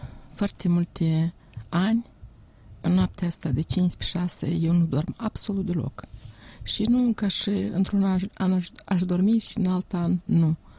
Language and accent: Romanian; Chirileni, Ungheni District, Moldova; la noi la satul meu, Chirileni Ungheni, de unde sunt eu, se zice scoarță